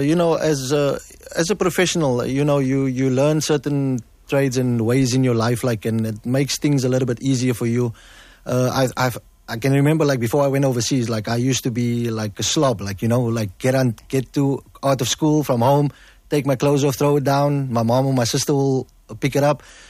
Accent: Cape Town, Western Cape, South Africa; also born or lived in Manenberg; I am from Mitchell's Plain. I was born in Manenberg, actually. We moved to Mitchell's Plain when I was about 1 year old.

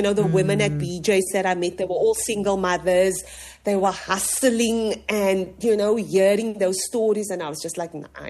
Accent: Cape Town, Western Cape, South Africa; moved away; I'm from the Cape Flats. I'm from Mitchells Plain. These are my people.

